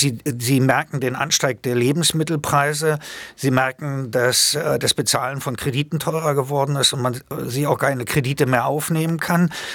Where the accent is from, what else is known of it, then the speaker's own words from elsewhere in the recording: East Germany, Germany; aber ich bin in der DDR groß geworden